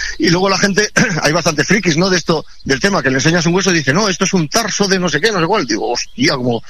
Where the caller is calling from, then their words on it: Burgos, Castile and León, Spain; unos chavales de aquí del pueblo de al lado, de Santa Inés.